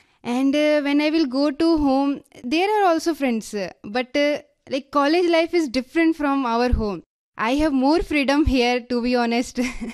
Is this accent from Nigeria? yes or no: no; Delhi, India; English is a second language; I am from Delhi, so like nature and all this thing are very less in Delhi.